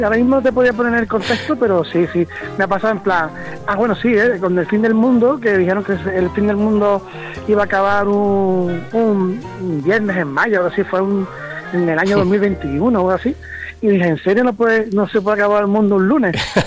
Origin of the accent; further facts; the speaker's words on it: Jerez, Andalusia, Spain; also born or lived in Las Palmas; Yo nací en Las Palmas, Gran Canaria, en la clínica del Pino, el 10 de Santa Rita. O sea, se puede ser más canario. Lo que pasa que mi padre era de Cádiz y me crié en Jerez.